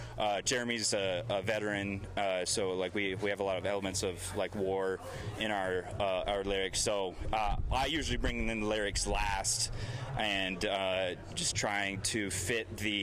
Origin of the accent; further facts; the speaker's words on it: Colorado Springs, Colorado, United States; And we're from Colorado Springs, but we kind of we're just as kin with the Denver scene as we are with the Colorado Springs scene.